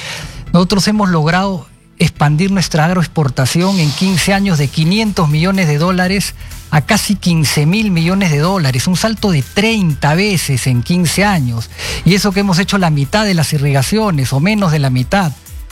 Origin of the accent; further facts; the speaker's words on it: Peru; Esto es un problema grave que tenemos como peruanos